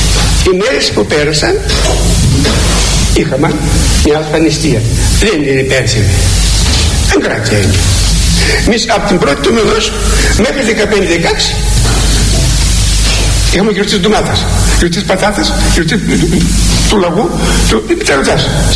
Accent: Greece; σαν Έλληνες

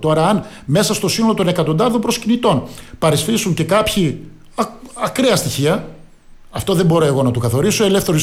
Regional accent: Greece; εμείς τώρα ευχόμαστε σαν Έλληνες πατριώτες

